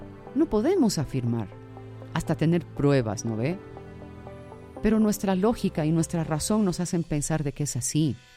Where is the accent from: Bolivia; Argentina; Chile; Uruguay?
Bolivia; now in La Paz, Bolivia